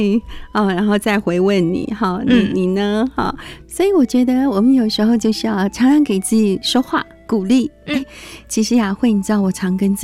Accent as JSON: {"language": "Chinese", "country": "China", "said": "好，我们中国人都含蓄嘛。"}